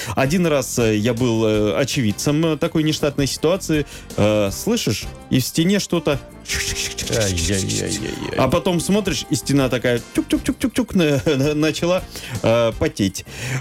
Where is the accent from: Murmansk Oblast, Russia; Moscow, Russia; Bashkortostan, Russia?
Murmansk Oblast, Russia; Murmansk; я мурманчанин коренной и очень много лет здесь прожил.